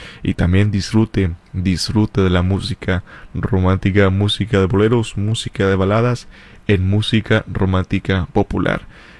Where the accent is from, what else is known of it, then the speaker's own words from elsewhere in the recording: Irapuato, Guanajuato, Mexico; also born or lived in San Francisco Bay Area, California, United States; nací en, bueno, en realidad nací aquí en la Bahía de Estados Unidos, de California. Pero yo me crié en la hermosa ciudad de Irapuato, Guanajuato.